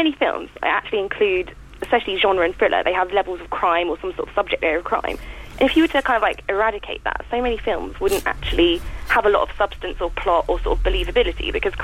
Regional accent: Whitehill, South East England, United Kingdom; I'm from Whitehill in Hampshire.

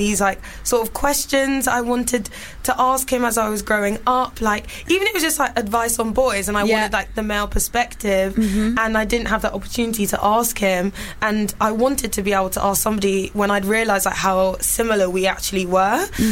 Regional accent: United Kingdom; also born or lived in United States; I was born in America, but I grew up here and lived here like from like 3 years old.

